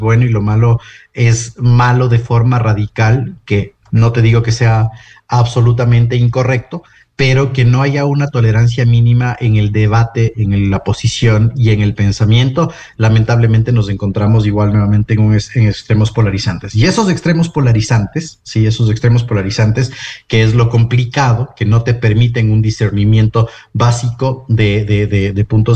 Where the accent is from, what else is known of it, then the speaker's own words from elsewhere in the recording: Ecuador; nosotros nos hemos habituado como ecuatorianos